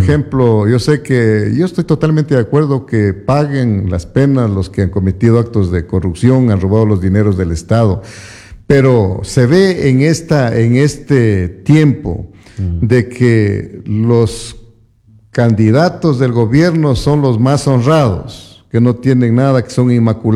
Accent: Loja, Ecuador; nosotros como ecuatorianos, como lojanos

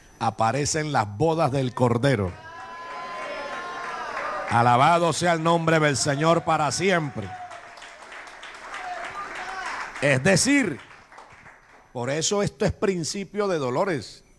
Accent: Barrancabermeja, Santander, Colombia; en Barranca, mi tierra

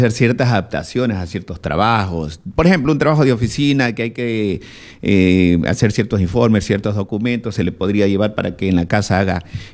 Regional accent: Ecuador; es bueno para nosotros como ecuatorianos

